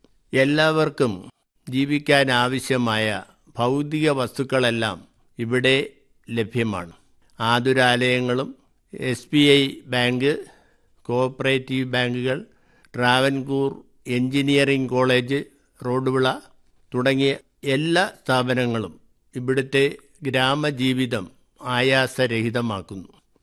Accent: Kerala, India

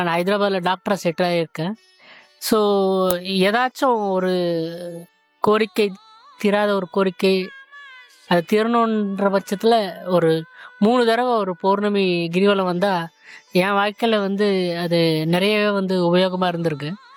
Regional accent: Tamil Nadu, India; now in Hyderabad, India; திருத்தணிமா, திருத்தணி வட்டம், கனகமாச்சித்திரம்.

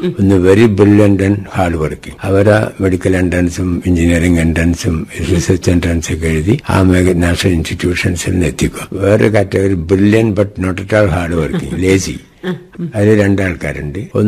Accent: Cherukunnu, Kerala, India; moved away as an adult; also born or lived in Kalliasseri / Bombay; ഞാൻ ജനിച്ചത് കല്യാശ്ശേരിയിലാണ്. വളർന്നത് മുഴുവൻ ചെറുകുന്നിലും സ്കൂളിംഗ് കല്യാശ്ശേരിയും ചെറുകുന്നിലായിട്ട് കഴിഞ്ഞു.

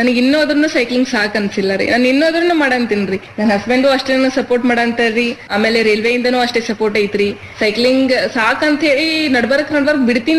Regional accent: Karnataka, India; ನಮ್ಮ ಊರಿಂದ ಜಮಖಂಡಿ 15 ಕಿಲೋಮೀಟರ್ ಅಷ್ಟೇ ರೀ.

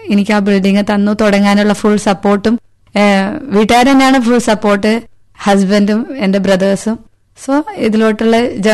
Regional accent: Kavaratti, Lakshadweep, India; ഞാൻ കവരത്തി ദ്വീപ് സ്വദേശിനിയാണ്.

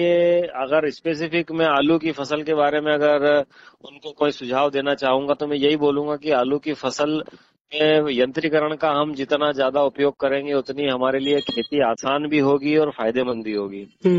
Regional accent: Madhya Pradesh, India

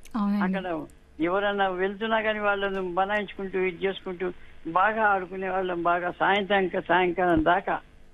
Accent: Hyderabad, Telangana, India; born there; మా ఇంటి దగ్గరే ఈ రేస్ కోర్స్ ఉంది అనమాట, హైదరాబాద్ రేస్ కోర్స్

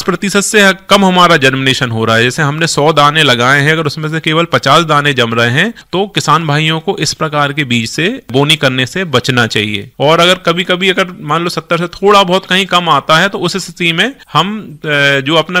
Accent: Sagar district, Madhya Pradesh, India

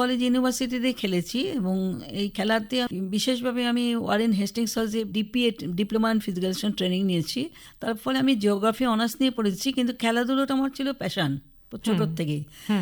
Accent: West Bengal, India; আমরা উত্তরবঙ্গের ছেলেমেয়েরা

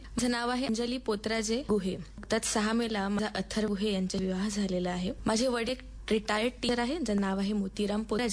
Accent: Bhadravati, Maharashtra, India; moved away as an adult; तर माझं मूळ गाव आहे भद्रावती. मी भद्रावतीची आहे प्रॉपर, परंतु आता लग्नानंतर माझं राहणं हे पुरला आहे.

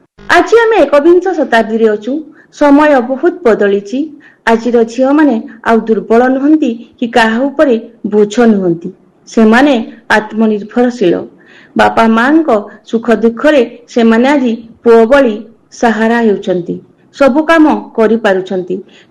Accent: Padampur, Odisha, India; ପଦ୍ମପୁର ବରଗଡ଼ରୁ।

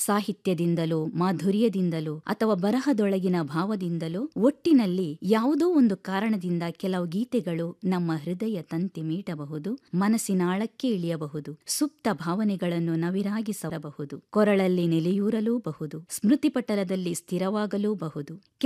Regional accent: Bantwal, Karnataka, India; ಬಂಟ್ವಾಳ ತಾಲೂಕಿನ ಕಾವಳಪಡೂರಿನ ಪಚ್ಚಾಜೆ ನನ್ನ ಊರು.

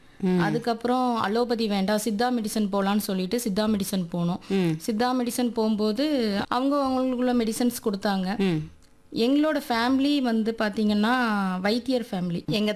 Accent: Suthamalli, Tamil Nadu, India; நான் BA Tamil literature முடிச்சிருக்கிறேன். Tirunelveli மாவட்டம் சுத்தமல்லி கிராமத்திலிருந்து வரேன்.

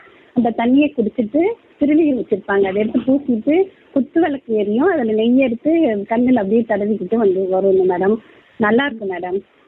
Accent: Nagapattinam, Tamil Nadu, India; now in Puducherry, India; நான் பிறந்ததெல்லாம் வந்து நாகப்பட்டினம் மேடம். நாகப்பட்டினத்துல நீலாஜாச்சம்மன் கோயில் கிட்ட நீலா கீழ விதிங்கிற தெரு அங்கதான் மேடம் நான் பிறந்து வளர்ந்ததெல்லாம்.

